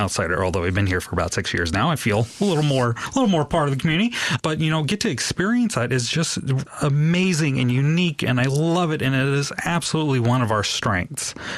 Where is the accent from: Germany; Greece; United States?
United States; California; I grew up in the Bay Area, and, my local symphony was the San Francisco Symphony.